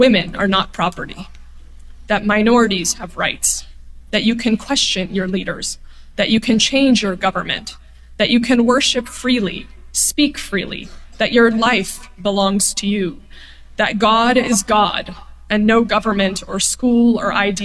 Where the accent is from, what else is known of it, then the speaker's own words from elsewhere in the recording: Iran; moved away; I too was made to chant when I was growing up in Iran.